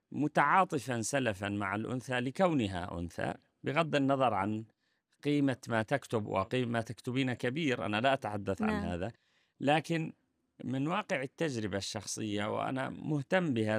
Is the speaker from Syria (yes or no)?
yes; Syria; وعندنا في سوريا أيضا